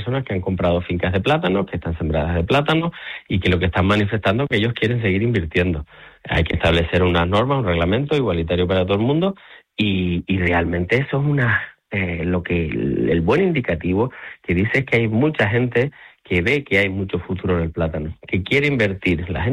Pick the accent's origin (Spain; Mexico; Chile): Spain; Los Llanos de Aridane, Canary Islands; Yo soy de los Llanos de Aridanes.